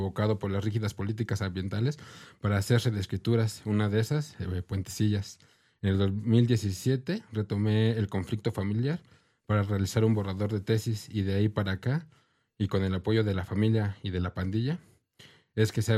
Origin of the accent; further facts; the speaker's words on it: Hidalgo, Mexico; also born or lived in Tijuana; Nosotros nacimos en Tijuana, pero eso nomás fue el nacimiento. Ha sido acá en Hidalgo donde hemos venido brotando y echando raíz.